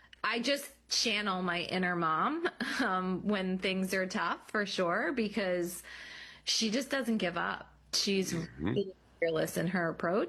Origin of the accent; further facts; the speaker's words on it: Pennsylvania, United States; I am from the suburbs of Philadelphia.